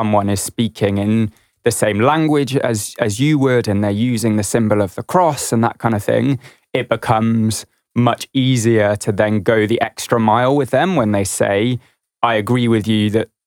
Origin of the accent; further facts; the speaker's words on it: South Africa; I'm a South African, so I often look at apartheid South Africa